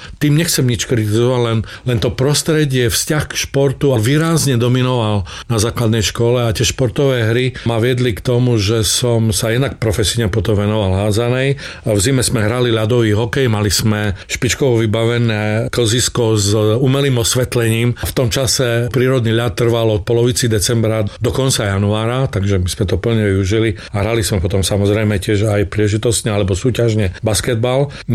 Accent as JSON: {"language": "Slovak", "town": "Čemerné", "region": "Prešov Region", "country": "Slovakia", "tie": "born or raised there", "also_born_or_lived": "Bardejov", "said": "Ja som sa narodil v Bardejove a potom sme sa presťahovali do Čemerného"}